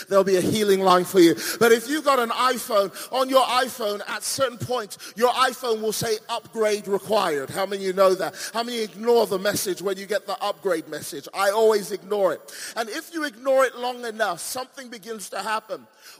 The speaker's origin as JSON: {"language": "English", "region": "England", "country": "United Kingdom", "tie": "born or raised there", "said": "When I was younger, and I tell this story everywhere I go, I was brought up in Nigeria in England. Wow. Now, many of you don't know there's a Nigeria in England."}